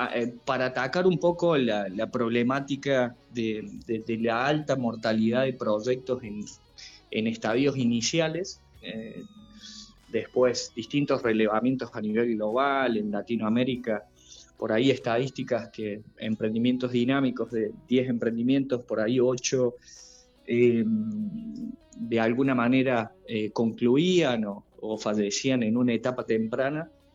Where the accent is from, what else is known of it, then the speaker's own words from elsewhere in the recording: Ordóñez, Córdoba, Argentina; vengo de la localidad de Ordóñez, ahí cerquita